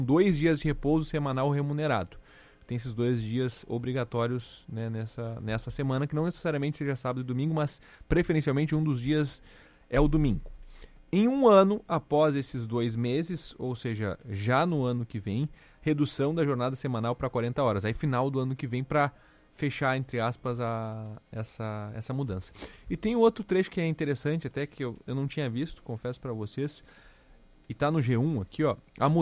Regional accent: Brazil

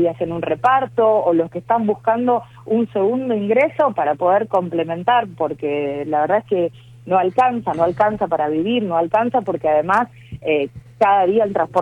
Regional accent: Argentina; también, porque todos, lamentablemente, todos como argentinos tenemos la responsabilidad de con nuestro esfuerzo aportar para pagar una deuda que no es de ningún beneficio para nuestro país.

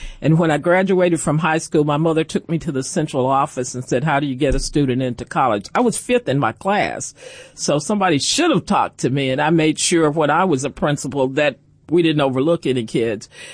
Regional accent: Chattanooga, Tennessee, United States; born there; which I navigate since I was born in Chattanooga.

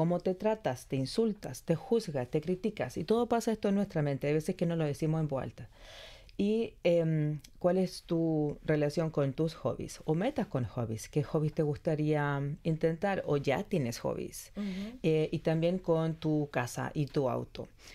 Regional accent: Chile; Yo soy chilena, por tanto yo tenía que empezar a hablar un español más neutro.

